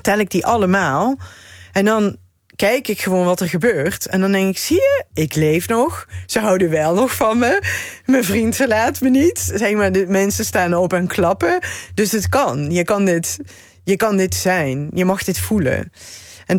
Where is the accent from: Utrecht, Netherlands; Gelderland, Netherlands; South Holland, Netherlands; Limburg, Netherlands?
Limburg, Netherlands